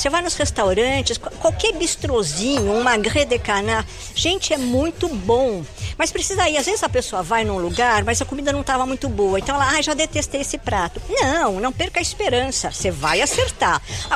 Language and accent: Portuguese; Brazil; now in Paris, France; Quando eu falo francês, eu digo que eu sou brasileira. Ai, mas você fala tão bem. Eu falo, j'ai un accent quand même.